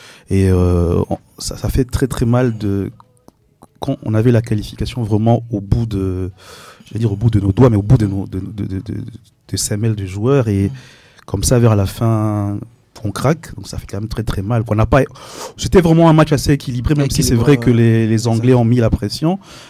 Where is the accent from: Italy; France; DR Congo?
DR Congo; On peut tout dire, mais en tant que Congolais, ça crée quand même une fierté.